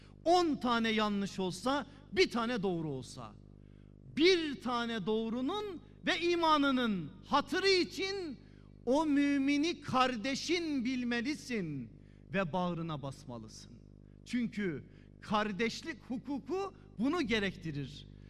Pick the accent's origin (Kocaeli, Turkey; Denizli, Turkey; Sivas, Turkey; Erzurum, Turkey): Erzurum, Turkey; Ben Erzurumluyum, bizim oralarda öyle bir söz var